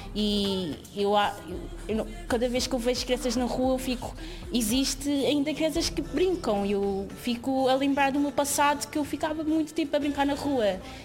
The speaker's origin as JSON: {"language": "Portuguese", "region": "Lisbon", "country": "Portugal", "tie": "born or raised there", "said": "eu nasci no bairro"}